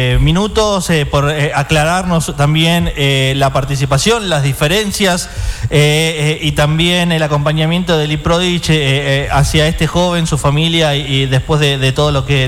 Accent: Salta, Argentina; yo, que me crié en Salta, iba a un colegio que estaba a media cuadra de mi casa, es en el sur de la capital salteña, barrio intersindical.

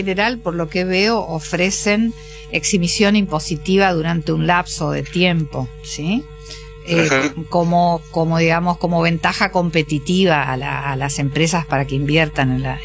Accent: Avellaneda, Santa Fe, Argentina; born there; Avellaneda, que está al lado, tiene parque industrial, es una ciudad chiquita donde yo nací

